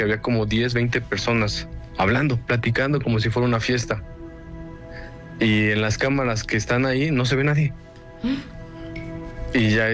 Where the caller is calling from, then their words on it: Tecamachalco, Puebla, Mexico; desde Tecamachalco, Puebla, actualmente